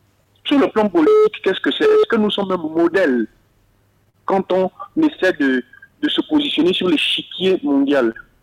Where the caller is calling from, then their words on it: Gabon; moi en tant que Gabonais